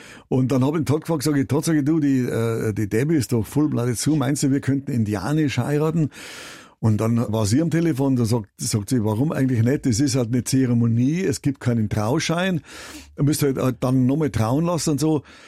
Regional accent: Bavaria, Germany; born there; ich bin hier in Bayern geboren, ich liebe meinen Glauben, ich liebe diese Kultur und alles hier

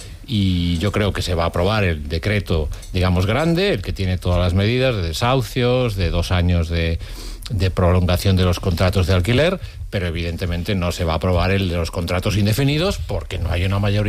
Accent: Vigo, Galicia, Spain; soy de Vigo.

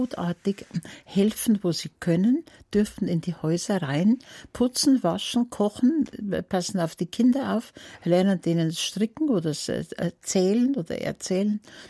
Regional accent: Niederding, Bavaria, Germany; moved away; also born or lived in Munich; Mein Geburtsjahr ist 1934. Aber ich bin nicht in München aufgewachsen, sondern in Niederding, das kennen vielleicht ein paar, zwischen Erding und Freising, ein kleines Dorf mit einer sehr schönen Kirche. Da war mein Vater Lehrer

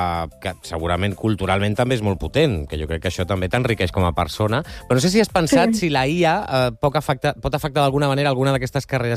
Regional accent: Sant Cugat del Vallès, Catalonia, Spain; del Liceu Politècnic de Sant Cugat del Vallès. Soc vai de tota la vida de Sant Cugat. Molt abans de que Sant Cugat es convertís en Hollywood, jo ja era allà.

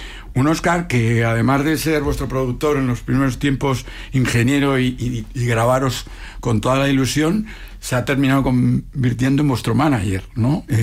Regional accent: Madrid, Community of Madrid, Spain; Somos madrileños, que yo mismo, que ya es decir, que soy gato.

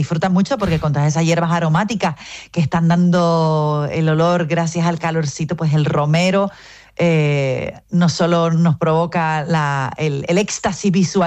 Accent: Canary Islands, Spain

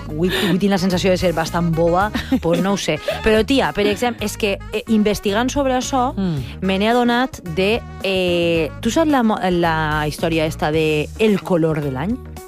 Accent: Valencian Community, Spain; accent: Valencian; ahí el meu valencià.

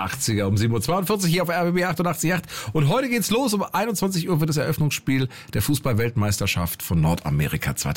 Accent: Germany; als Deutscher

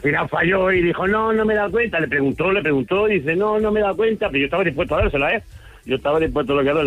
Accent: Almería, Andalusia, Spain; yo trabajo en Huesca, pero soy de Almería, andaluz.

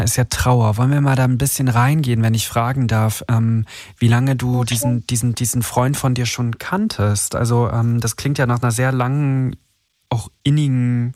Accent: Berlin, Germany; Ah ja, ich komme auch aus Berlin.

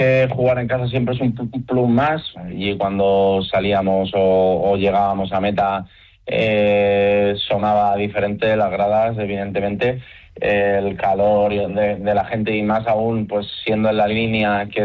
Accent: Torrevieja, Valencian Community, Spain; Por ejemplo, en Torrevieja, que es de donde yo soy

